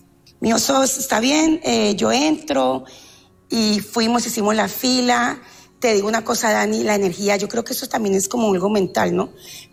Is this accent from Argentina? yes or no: no; Palmira, Valle del Cauca, Colombia; also born or lived in Cali; te cuento que pues yo soy de Cali, pero me crié en la ciudad de Palmira.